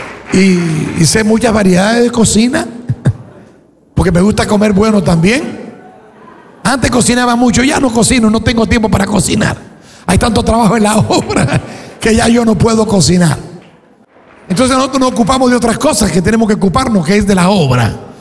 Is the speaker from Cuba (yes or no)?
yes; Cuba; en mi país, en Cuba